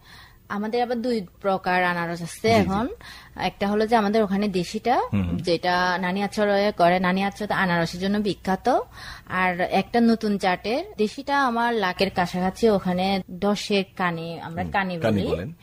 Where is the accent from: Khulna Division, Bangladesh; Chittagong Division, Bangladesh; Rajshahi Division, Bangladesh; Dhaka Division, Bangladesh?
Chittagong Division, Bangladesh; Khagrachari; now in Rangamati, Bangladesh; আমার বাড়ি কিন্তু খাগড়াছড়ি